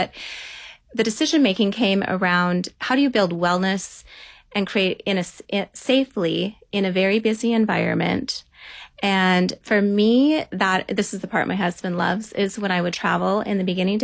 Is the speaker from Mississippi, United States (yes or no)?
no; Billings, Montana, United States; I actually grew up in Billings, Montana